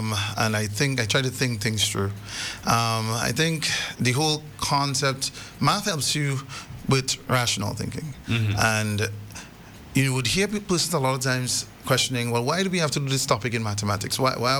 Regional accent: Rose Hill, Saint Patrick, Grenada; also born or lived in Montrose; I'm from Roselle originally, so born and raised there.

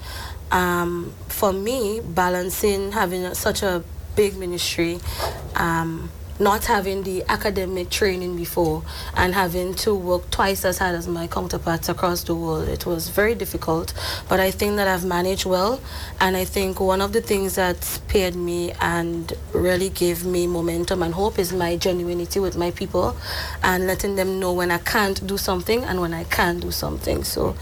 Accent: Gouyave, Saint John, Grenada; All of the great men and women that has put Grenada on the map.

